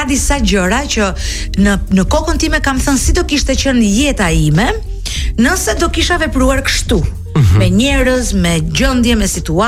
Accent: Durrës, Durrës County, Albania; moved away; unë jam nga Durrësi, nuk i kam humbur lidhjet me këtë qytet, kam një apartament të vogël, kam familjen, një pjesë familjes që jeton atje

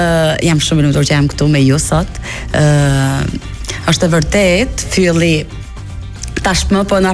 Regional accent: Mirditë, Lezhë County, Albania; Në fakt, vlen un jam rritur në Mirdit. Babai muzikant shumë i vjetër, edhe ai luan shumë instrumente muzikore. Edhe kur isha e vogël e dëgjoja vallën mirditore, melodinë e vallës mirditore.

